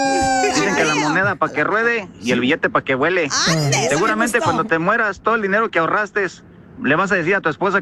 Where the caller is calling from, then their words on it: North Carolina, United States; de aquí de North Carolina.